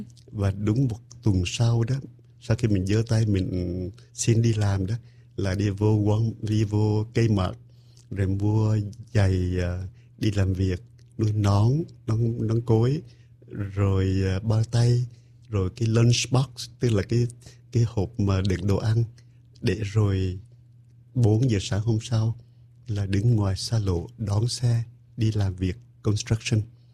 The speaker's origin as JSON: {"language": "Vietnamese", "region": "Da Nang", "country": "Vietnam", "tie": "born or raised there", "moved": "as an adult", "said": "Mình lớn lên quê hương, mình sinh tại Đà Nẵng và không biết hát tiếng Quảng giống như là … đâu, nhưng mà quê hương của mình mãi ở trong con tim của mình, cho dù mình xa từ năm 1975."}